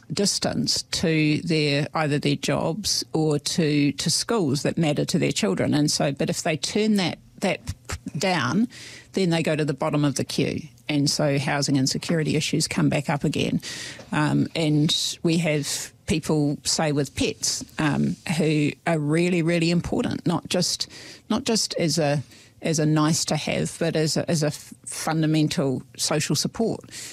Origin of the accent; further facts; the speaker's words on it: Christchurch, Canterbury, New Zealand; I'd never seen someone that was homeless growing up in Christchurch, and now it's visible.